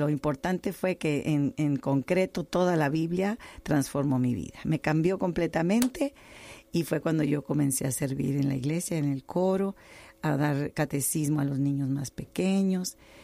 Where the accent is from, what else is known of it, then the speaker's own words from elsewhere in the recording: Los Ángeles, Nuevo León, Mexico; born there; Todo mundo canta en mi pueblo, se llama Los Ángeles, Nuevo León, México